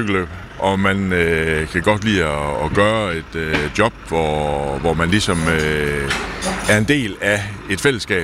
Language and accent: Danish; Vejle, Region of Southern Denmark, Denmark; nu kommer jeg selv fra Vejle